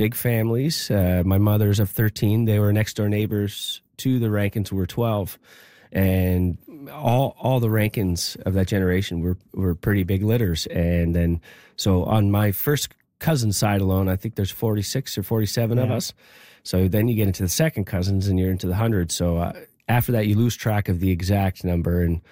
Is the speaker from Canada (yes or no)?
yes; Mabou, Nova Scotia, Canada; I'm from Mabu